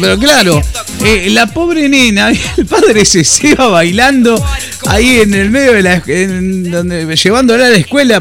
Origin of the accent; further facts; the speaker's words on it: Argentina; saludos desde aquí, desde mi humilde Argentina